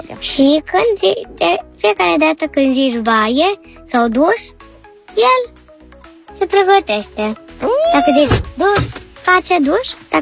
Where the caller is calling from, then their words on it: Cluj-Napoca, Cluj County, Romania; din Cluj. Am 6 ani jumătate.